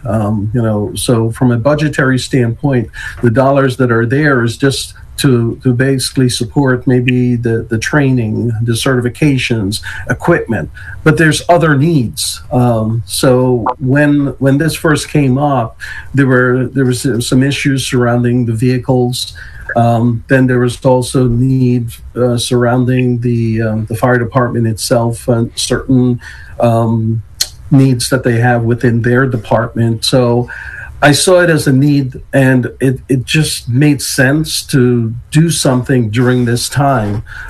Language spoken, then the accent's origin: English; Long Island, New York, United States; moved away; also born or lived in Guyana / Philadelphia; I grew up on Long Island, New York